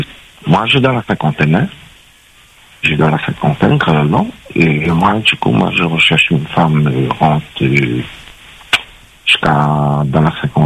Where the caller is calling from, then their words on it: Saint-Denis, Réunion; j'habite à Saint-Denis, là.